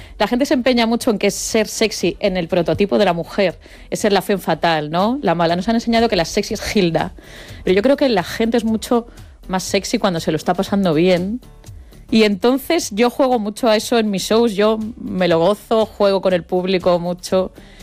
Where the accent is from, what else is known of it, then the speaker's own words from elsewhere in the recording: Vigo, Galicia, Spain; Sí que me choca cuando yo soy de Vigo, cuando vuelvo a Vigo, sí noto